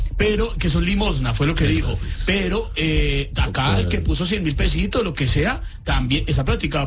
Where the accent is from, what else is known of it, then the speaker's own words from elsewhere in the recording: Colombia; mientras estemos unidos como colombianos, pues vamos a salir de esta